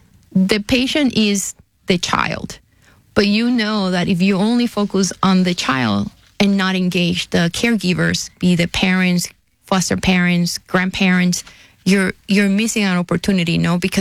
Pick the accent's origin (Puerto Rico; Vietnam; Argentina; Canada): Puerto Rico; Carolina; But yes, I'm reminded constantly that I have an accent. And I am from Puerto Rico. And the way I usually introduce myself is I am from the same land of Roberto Clemente.